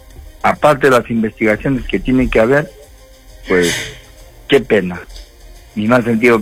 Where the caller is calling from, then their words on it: Paucarpata, Arequipa, Peru; aquí un frío intenso, aquí en Pucallpata.